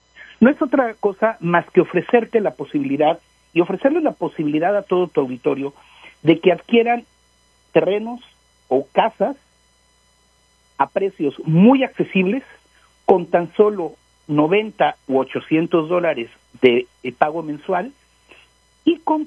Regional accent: Mexico; nuestro bello país de México

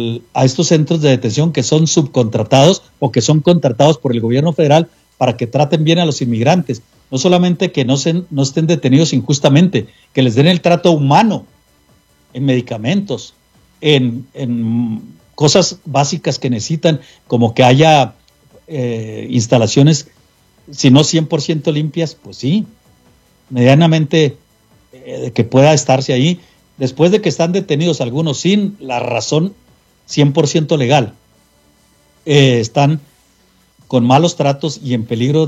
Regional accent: Mexico

